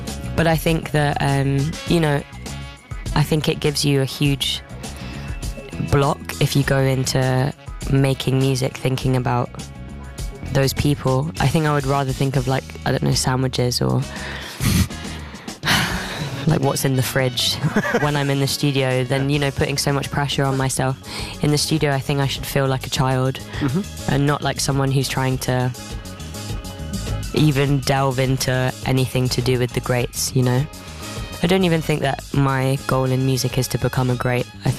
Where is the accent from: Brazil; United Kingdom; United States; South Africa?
United Kingdom; London; there was no music that wasn't accessible growing up in London.